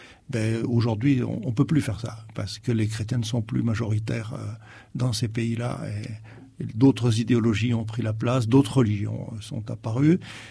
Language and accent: French; Fourmies, Hauts-de-France, France; Dans mon pays d'origine, à Fourmies, dans le Nord, les processions étaient interdites par les mairies de gauche socialiste pendant très très très longtemps, pendant 70 ans.